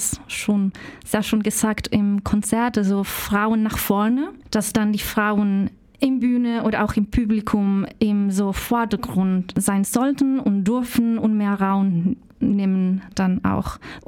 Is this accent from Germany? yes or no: no; Chile; German is a second language; moved away; Ich komme aus Chile, aus Lateinamerika